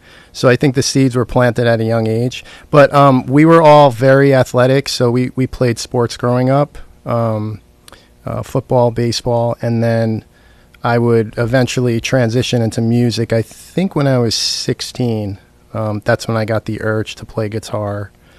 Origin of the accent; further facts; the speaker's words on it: New York, United States; now in Los Angeles, United States; So I grew up in New York